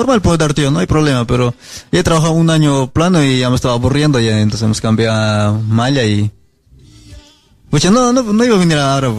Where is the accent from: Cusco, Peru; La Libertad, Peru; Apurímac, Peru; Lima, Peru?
Cusco, Peru; Sí, soy de Perú.